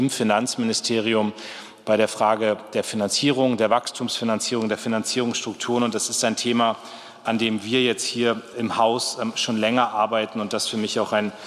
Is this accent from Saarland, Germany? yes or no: no; Lower Saxony, Germany; als Niedersachse